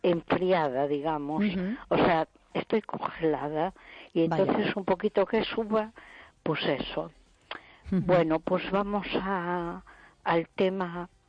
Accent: A Coruña, Galicia, Spain

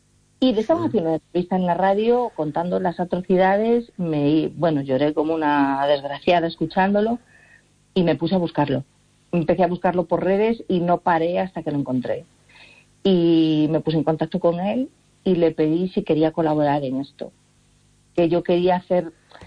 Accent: Galicia, Spain; crié aquí y nací aquí y toda mi vida la he hecho aquí, ¿no? Y entonces, pues en ese sentido es como me siento muy gallega.

